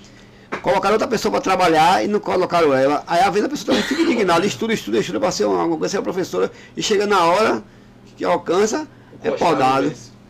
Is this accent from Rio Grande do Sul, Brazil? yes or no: no; Camacan, Bahia, Brazil; Eu vou até para Camacan, porque eu sou de Camacan.